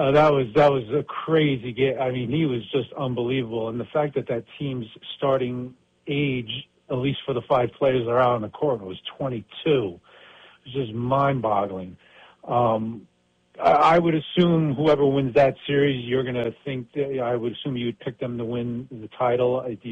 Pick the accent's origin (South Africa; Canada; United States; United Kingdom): Canada; obviously I'm a Canadian